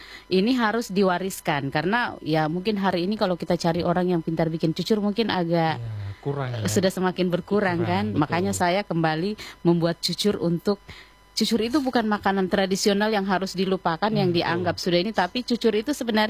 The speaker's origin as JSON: {"language": "Indonesian", "region": "Southeast Sulawesi", "country": "Indonesia", "said": "Dan cucur itu sebenarnya bagian dari identitas kita sebagai orang Muna, entah orang Buton, yang kemudian memang di dalam harwanya itu harus ada cucur, kan? Itu identitas kita."}